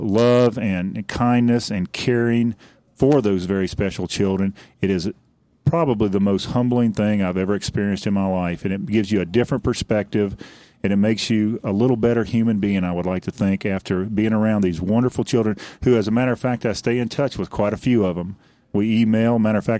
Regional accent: the South, United States; I'm from the South, as you can probably tell, and this is really nice winter weather for us.

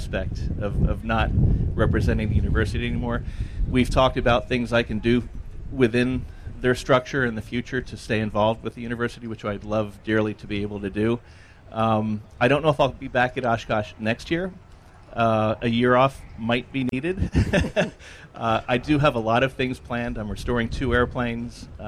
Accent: England, United Kingdom; born or raised there

